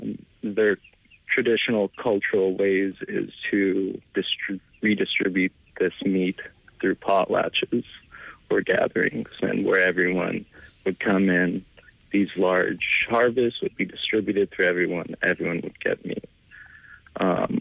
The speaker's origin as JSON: {"language": "English", "town": "Hooper Bay", "region": "Alaska", "country": "United States", "said": "I am originally from Hooper Bay, the Bogyakwe."}